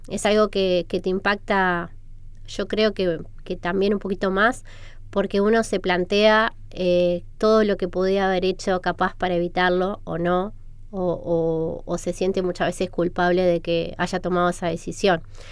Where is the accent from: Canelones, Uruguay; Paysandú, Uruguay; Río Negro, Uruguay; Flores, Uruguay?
Canelones, Uruguay; Las Piedras; yo soy de Las Piedras, entonces también nos conocemos todos. Es más, si bien estamos cerquita de Montevideo, conservamos todavía mucho la idiosincrasia, sí, de local.